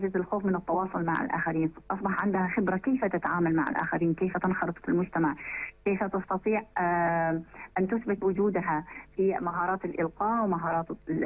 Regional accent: Syria; وكمجتمع محلي قدرنا فورا أن نستطيع أن ننصهر جميعا في منطقة واحدة وأننا سوريون.

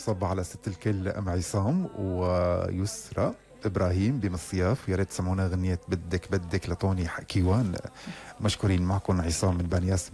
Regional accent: Tartus, Tartus Governorate, Syria; شو أنا من طرطوس. مرحبا أهل طرط

